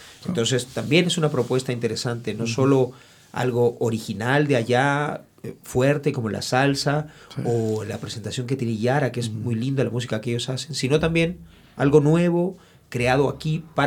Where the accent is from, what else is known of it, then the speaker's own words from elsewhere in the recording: Arequipa, Peru; German is a second language; moved away; Yo vengo del sur del Perú. Ich komme aus Arequipa, im Sud, in Perú.